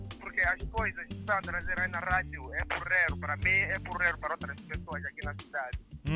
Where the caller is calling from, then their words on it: Mozambique; Está a falar com o … aqui na Ampulha, na Micopo.